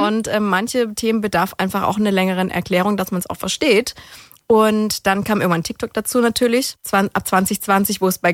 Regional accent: Ulm, Baden-Württemberg, Germany; now in Kornwestheim, Germany; Ich komme aus Ulm, aber ich wohne in der Nähe von Stuttgart, so gefühlt.

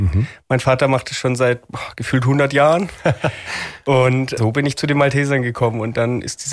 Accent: Villingen-Schwenningen, Baden-Württemberg, Germany; ich komme aus Villingen

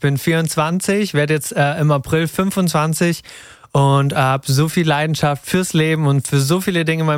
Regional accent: Ditzingen, Baden-Württemberg, Germany; Ich komme aus Nähe Stuttgart, Ditzingen und ich bin Tänzer, Hairstylist und Fotograf und ja, bin gerade mitten im Leben. Ich bin 24, werde jetzt im April 25

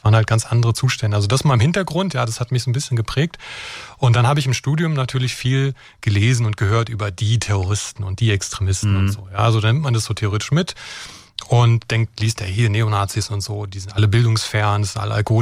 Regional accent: Brandenburg, Germany; ich bin in Brandenburg geboren und aufgewachsen.

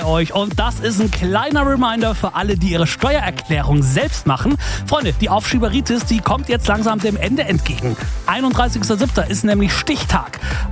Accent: Swabia, Germany; wir sind ja Schwabe, mir sparet.

